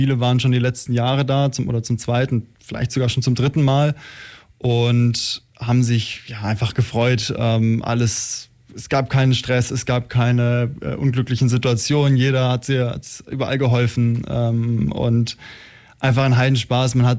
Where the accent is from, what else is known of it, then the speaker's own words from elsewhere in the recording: Baden-Württemberg, Germany; now in Ulm, Germany; Ich komme aus der Nähe von Freiburg und dann war also diese Tour zum Beispiel mal Richtung Frankreich oder um den Kaiserstuhl rum und habe eigentlich alle meine Tätigkeiten mit dem Fahrrad erledigt in meiner Jugend.